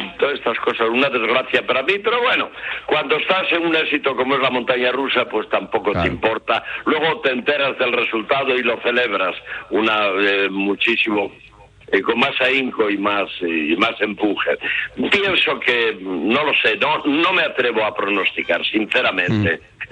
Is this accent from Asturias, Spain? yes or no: yes; Asturias, Spain; Ya sabes que yo soy tan asturiano.